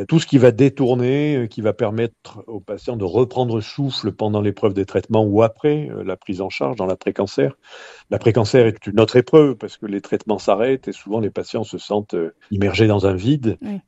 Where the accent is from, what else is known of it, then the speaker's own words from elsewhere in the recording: Marseille, Provence-Alpes-Côte d'Azur, France; now in Perpignan, France; Je suis Marseillais, moi. Ça fait 20 ans que je suis sur Perpignan aujourd'hui, mais j'ai fait toutes mes études et je suis né à Marseille.